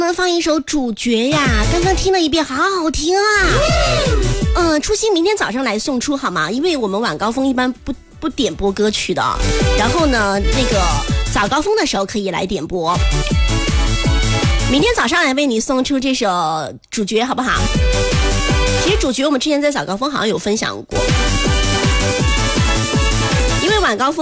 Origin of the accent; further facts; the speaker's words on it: Sichuan, China; accent: Sichuanese; 你比如说像我们四川话讲这个称花，四川方言叫层花